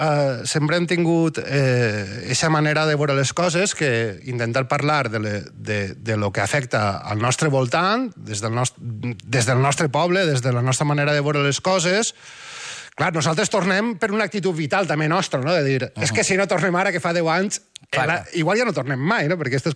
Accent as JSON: {"language": "Catalan", "region": "Valencian Community", "country": "Spain", "said": "som de la Marina."}